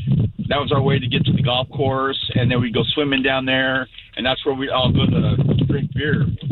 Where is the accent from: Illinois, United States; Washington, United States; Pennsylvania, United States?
Washington, United States; So I grew up on the Cedar River across from the golf course down there, right off of 405.